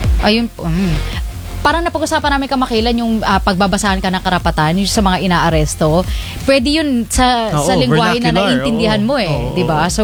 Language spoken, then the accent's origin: Tagalog; Tarlac, Central Luzon, Philippines; born there; Taga Tarlac po ako. Doon po ako pinanganak.